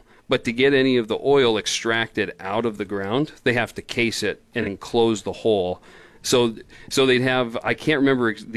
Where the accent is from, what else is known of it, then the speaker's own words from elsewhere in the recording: Grand Rapids, Minnesota, United States; Grand Rapids.